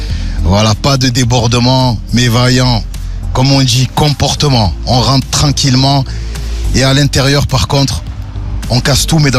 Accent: Marseille, Provence-Alpes-Côte d'Azur, France; en tant que Marseillais

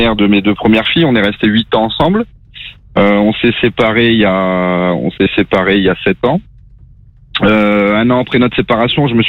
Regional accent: Hauts-de-France, France; C'est très chaleureux dans le nord. Ouais. Mais je suis originaire du Nord, moi, à la base.

